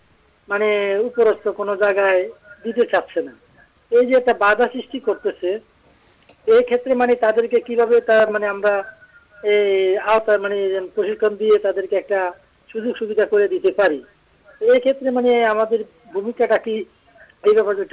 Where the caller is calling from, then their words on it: Faridganj, Chittagong Division, Bangladesh; ফরিদগঞ্জ চাঁদপুর থেকে।